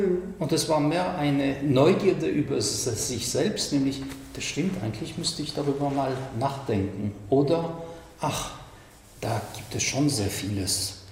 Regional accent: France; now in Germany; ich komme aus Frankreich und in Frankreich gab es eine sogenannte Möbelaktion.

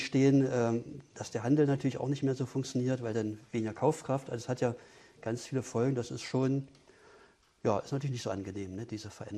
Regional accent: Potsdam, Brandenburg, Germany; now in Dessau, Germany; ich komme eigentlich aus Potsdam.

